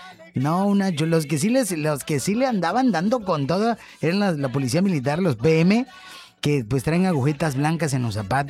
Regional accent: Mexico; Es una bonita experiencia como mexicano.

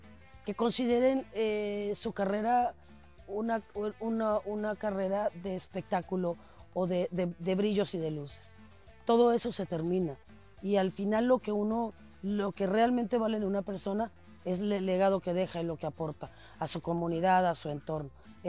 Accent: Mexico; te permite darte cuenta como mexicano que, porque a veces perdemos eso, perdemos la conciencia de que estamos en un gran país con una diversidad impresionante en todos los sentidos. Y a veces como mexicano nosotros no lo valoramos.

